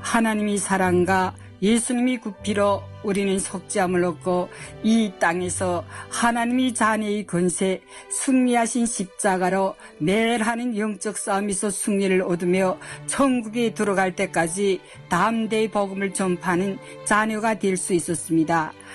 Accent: Hamgyong, North Korea; moved away; 저는 함경대에서 온

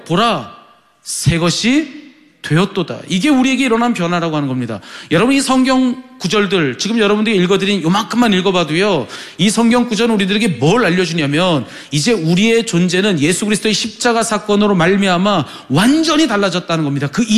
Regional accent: South Korea; 제가 한국 사람이어서

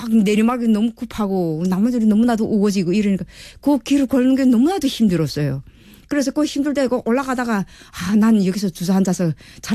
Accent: North Hwanghae, North Korea; moved away as an adult; 저도 북한에 저희 황북도가 고향이고

